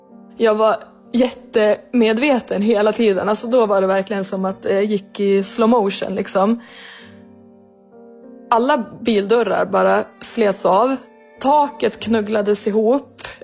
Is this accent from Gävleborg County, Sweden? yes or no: yes; Järvsö, Gävleborg County, Sweden; moved away as an adult; jag trivdes otroligt bra hemma i Järvsö